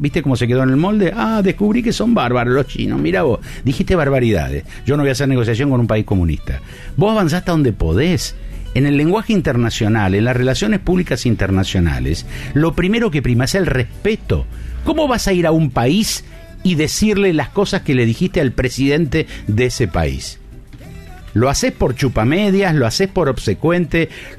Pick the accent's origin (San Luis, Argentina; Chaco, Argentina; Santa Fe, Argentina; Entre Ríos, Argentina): Santa Fe, Argentina; Rosario; Yo hablo como rosarino